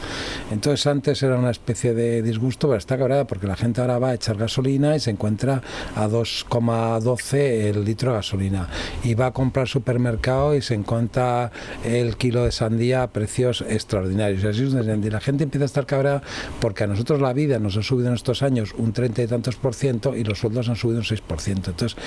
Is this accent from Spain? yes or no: yes; Spain; yo siento decir esto porque me siento español, aunque no tengo mucho sentimiento de identidad, porque he vivido en muchas partes